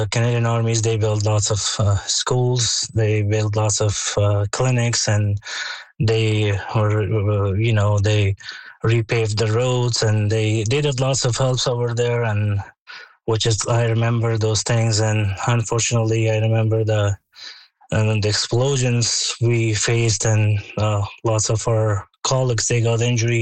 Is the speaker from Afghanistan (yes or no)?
yes; Afghanistan; moved away; I come from Afghanistan.